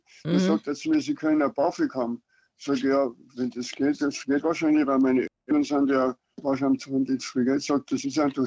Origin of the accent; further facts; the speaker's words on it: Bavaria, Germany; Und der war noch etwas anständiger als ich als Niederbayer